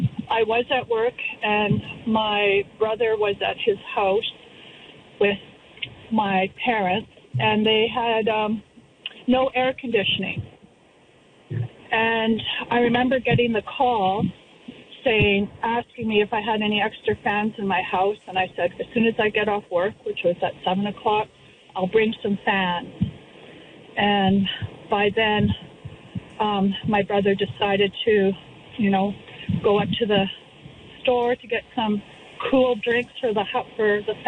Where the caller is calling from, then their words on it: Comox, British Columbia, Canada; I'm calling from Comox, BC